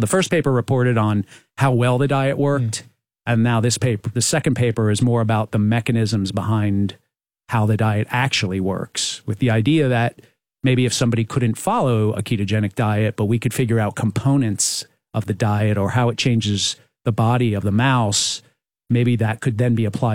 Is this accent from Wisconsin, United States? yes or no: no; New Jersey, United States; I grew up in New Jersey, and for college, I went to Rutgers University.